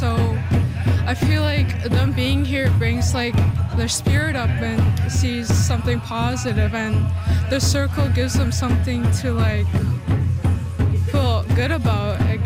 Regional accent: Whitefish Bay First Nation, Ontario, Canada; I'm from Whitefish Bay First Nation.

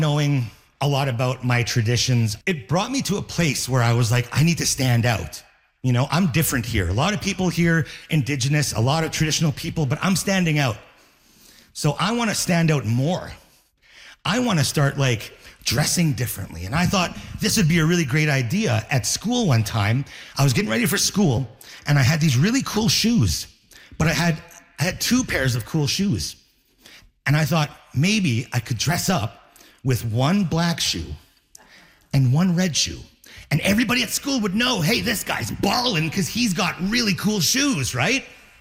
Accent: Inuvik, Northwest Territories, Canada; I'm from Inuvik Northwest Territories, which it's in the high Arctic. It's in the north.

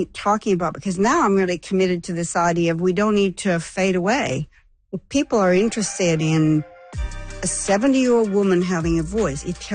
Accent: Canada; moved away as an adult; now in Australia; I'm a Canadian living in Australia. I've been here 40 years.

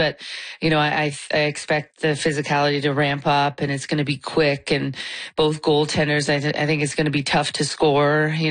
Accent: Canada; I am Canadian, so it's kind of nice that we're potentially, well, we are going to have a Canadian team that's going to win it

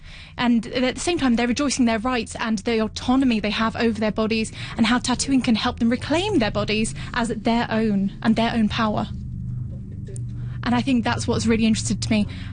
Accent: Japan; English is a second language; now in London, United Kingdom; So I was born and grew up in Japan. I now live in London. But I was raised in Japan. So I've got, of course, that strong cultural heritage.

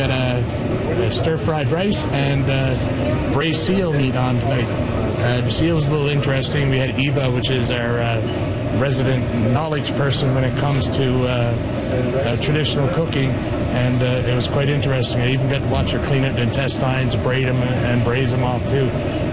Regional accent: Newfoundland and Labrador, Canada; It's very interesting for me because I'm coming from Newfoundland. I'm a chef from Newfoundland, and this is my first time actually working with seal.

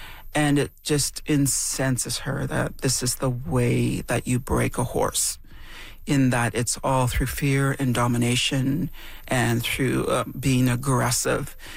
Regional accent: Temagami, Ontario, Canada; When I grew up in Tomogamy, Northern Ontario, but I think this is true for all across Canada, really, at the time

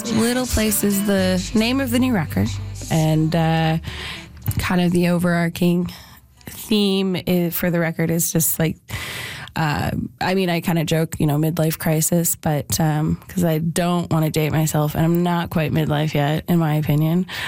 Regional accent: Calgary, Alberta, Canada; I come from Calgary, Alberta, and I'm a singer-songwriter.

